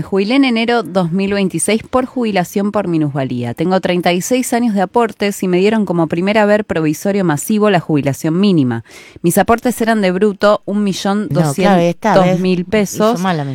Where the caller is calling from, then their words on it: Lanús, Buenos Aires Province, Argentina; Participo también por el libro … de Lanús.